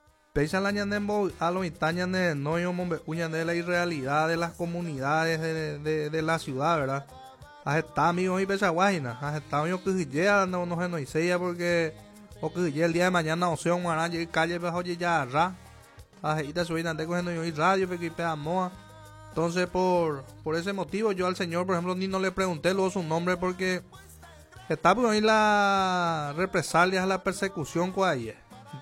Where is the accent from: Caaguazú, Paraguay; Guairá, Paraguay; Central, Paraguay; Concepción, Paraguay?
Caaguazú, Paraguay; Coronel Oviedo; todos somos obetenses, cada uno tenemos nuestra creencia.